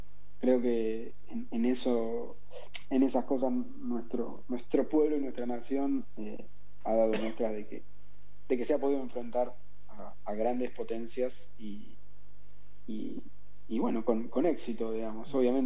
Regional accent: Argentina; somos todos argentinos, somos todos hermanos

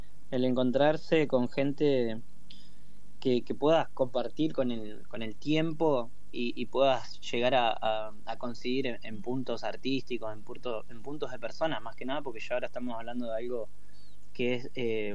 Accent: Comodoro Rivadavia, Chubut, Argentina; born there; moved away as an adult; now in La Plata, Argentina; Yo soy nacido en Comodoro, pero ya estoy hace 7 años acá en La Plata y me he encontrado con un lugar muy amable para vivir y para desarrollar mi trabajo.

